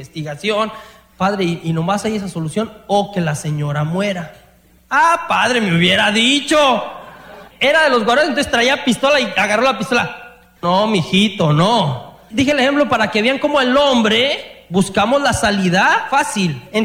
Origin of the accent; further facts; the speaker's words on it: Mexico; now in United States; Tenemos un mal, muchos de los que venimos de México, venimos por el sueño americano.